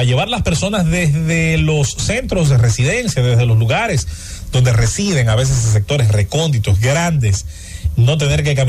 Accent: Azua de Compostela, Azua, Dominican Republic; mi pueblo, en Aso de Compostela

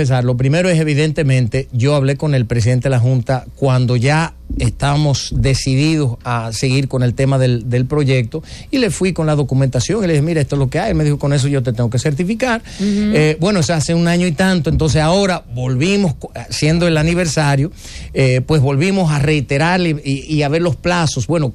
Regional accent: Dominican Republic; a mí me criaron como un dominicano de pura cepa y yo siempre me identifiqué más como dominicano que cualquier otra ciudadanía.

